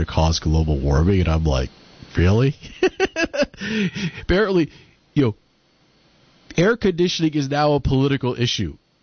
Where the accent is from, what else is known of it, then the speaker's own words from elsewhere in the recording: California, United States; Granted, as a Californian, I'm also not used to 110, 120 degrees.